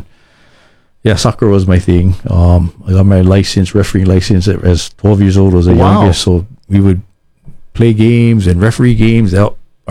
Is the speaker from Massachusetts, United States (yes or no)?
no; Maui, Hawaii, United States; I grew up on Maui, so we really didn't have that much contact with our fire department back then. I lived up in upcountry Maui